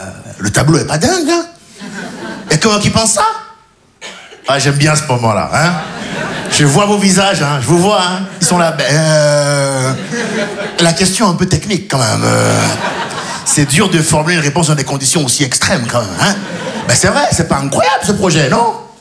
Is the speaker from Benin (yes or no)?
yes; Benin; Je me dis, je suis franco-béninois. Ouais, je me dis, maintenant, quand les impôts, ils viennent, je suis béninois.